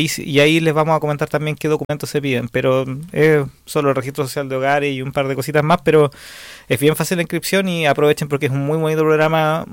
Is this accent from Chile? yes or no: yes; Chile; nosotros como chilenos